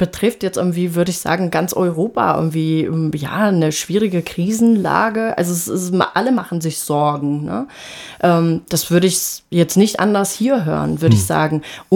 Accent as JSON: {"language": "German", "town": "Ostrava", "region": "Moravian-Silesian Region", "country": "Czechia", "moved": "yes", "said": "Ich komme aber auch aus dem Dreiländereck, darf man nicht vergessen. Ich komme aus Ostrava, da war das für mich selbstverständlich. In die Slowakei ist es nicht, weil... Und wir haben polnisches Fernsehen geguckt, also haben wir auch Polnisch verstanden."}